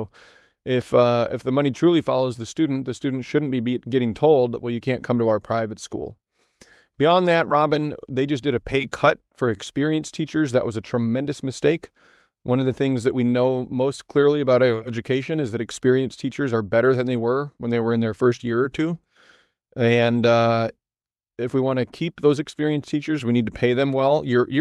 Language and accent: English; Decorah, Iowa, United States; I grew up in Decorah.